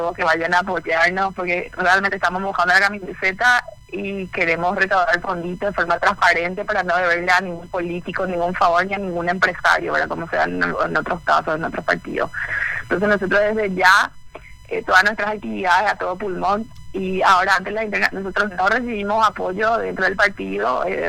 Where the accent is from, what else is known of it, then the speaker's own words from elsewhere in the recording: Ciudad del Este, Alto Paraná, Paraguay; Yo soy del barrio de Ciudad Nueva, mal criada aquí.